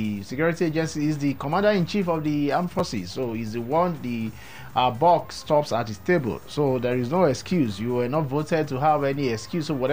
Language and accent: English; Nigeria; as a Nigerian